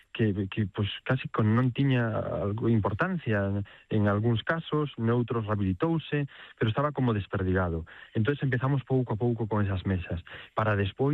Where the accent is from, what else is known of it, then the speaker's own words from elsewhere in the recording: Galicia, Spain; porque era algo que necesitaba Galiza, que necesitábamos como galegos, e que, polo tanto, o sector do mar era como unha prioridade